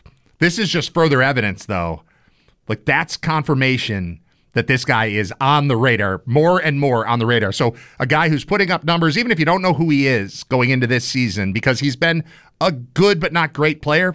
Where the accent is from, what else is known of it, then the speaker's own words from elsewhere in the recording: Buffalo, New York, United States; Look, man, I'm from Buffalo.